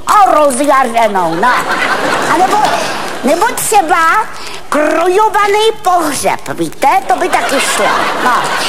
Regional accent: Prague, Czechia

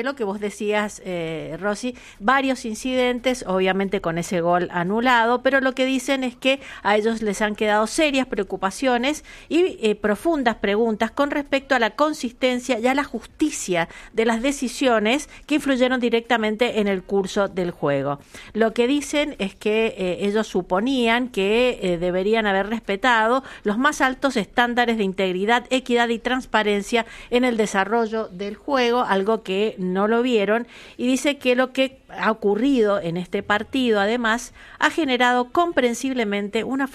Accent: Argentina; nosotros como argentinos

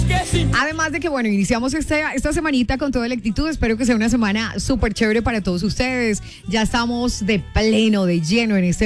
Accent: Manzanares, Caldas, Colombia; Desde Aguabonita, Manzanares. Un abrazo a mi gente bella, de mi tierrita hermosa, desde Manzanares

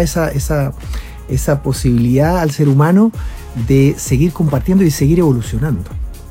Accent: Chile

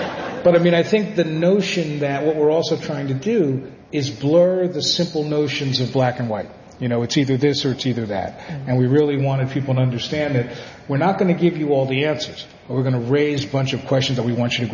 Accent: New Jersey, United States; growing up in New Jersey

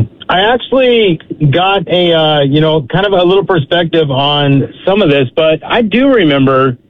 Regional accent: Alaska, United States; moved away; I'm also from Alaska. And I was born and raised there, and I worked in the oil fields in Alaska.

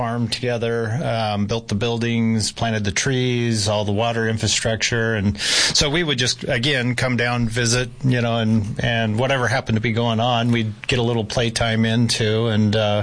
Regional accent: The Dalles, Oregon, United States; Both … and I are from north central Oregon, so the Columbia River Gorge area of Oregon.

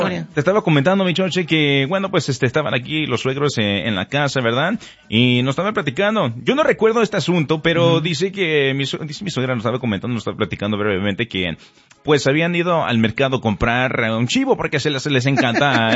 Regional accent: Nebraska, United States; Mis papás son de Puebla y yo soy de Nebraska

